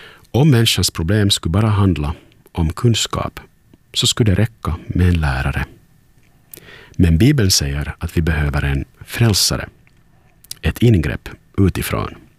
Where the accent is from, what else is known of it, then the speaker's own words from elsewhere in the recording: Turku, Southwest Finland, Finland; från Åbo och du lyssnar på Yle Vegas aftonandakt.